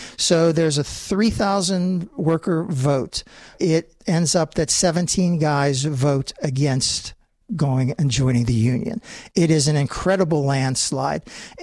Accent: Donora, Pennsylvania, United States; And where are you from again? Denora, Pennsylvania.

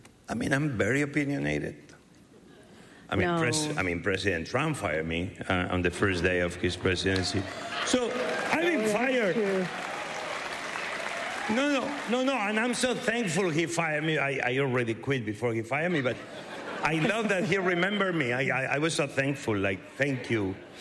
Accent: Barcelona, Catalonia, Spain; moved away; also born or lived in Asturias; Because even I was born in Asturias, very young, I moved to Barcelona. Asturias and Barcelona are two different places. Maybe it's Spain, but it's day and night.

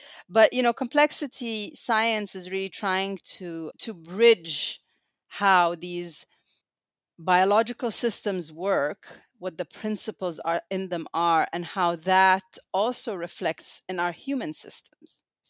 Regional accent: Egypt; now in United States; growing up, I come from Egypt.

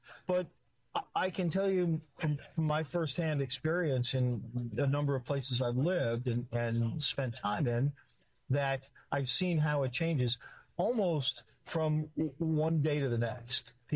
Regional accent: New York City, New York, United States; also born or lived in Manhattan; now in Montclair, United States; I'm from Middle Village, Queens.

